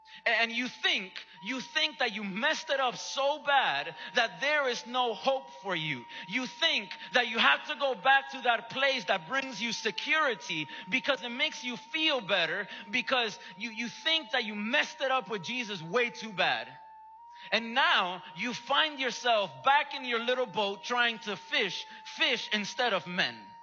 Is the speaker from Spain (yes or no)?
no; Cuba; Recuerdo cuando era niño y estaba creciendo en Cuba